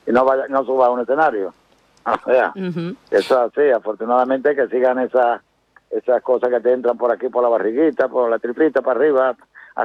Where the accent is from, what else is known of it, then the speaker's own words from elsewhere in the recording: Jerez de la Frontera, Andalusia, Spain; Subir al escenario en mi tierra, en Jerez, los nervios son el doble.